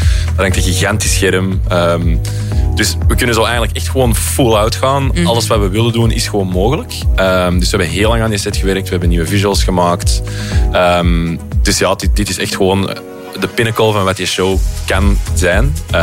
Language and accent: Dutch; Belgium; en ik zeg dat ik van België ben